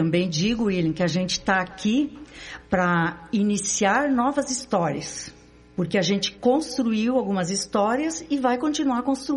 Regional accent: Videira, Santa Catarina, Brazil; also born or lived in Iomerê; Eu sou catarinense. Eu vivi em Videira, Santa Catarina, fica no oeste. E eu, meus pais são de lá

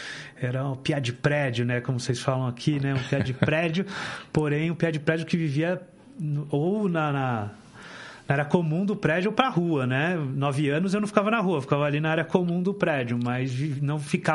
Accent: São Paulo, Brazil; born there; Sou nascido em São Paulo, capital.

